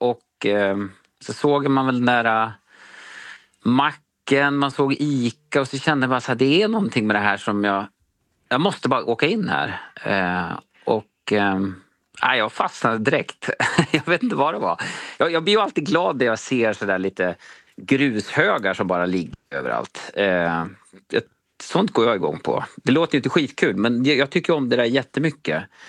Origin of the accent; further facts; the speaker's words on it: Gävle, Gävleborg County, Sweden; Jag är ju själv från Gävle och jag tycker som Gävle, den är ju, det är väl en fin stad